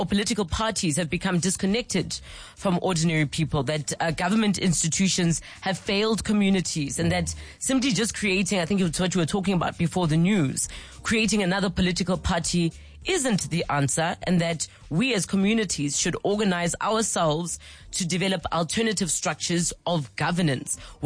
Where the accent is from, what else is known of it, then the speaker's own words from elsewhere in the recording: Soweto, Gauteng, South Africa; I'm from Soweto.